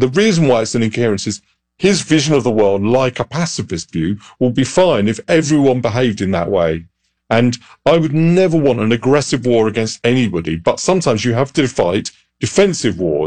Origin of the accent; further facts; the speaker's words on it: United Kingdom; accent: British; imitated my British accent